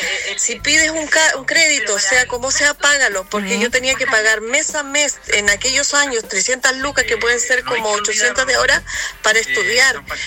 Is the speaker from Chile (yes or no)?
yes; Chile; Yo soy de Tierras Blancas, niña de la dictadura, donde conocí perfectamente las calles de tierra, los baños de pozo, cuando llovía se hacían agujeros gigantes.